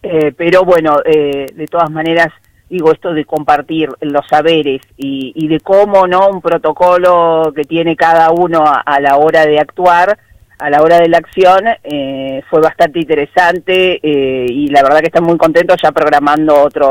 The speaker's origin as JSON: {"language": "Spanish", "town": "Río Turbio", "region": "Santa Cruz", "country": "Argentina", "tie": "born there", "said": "Yo soy nacida acá en Río Turbio"}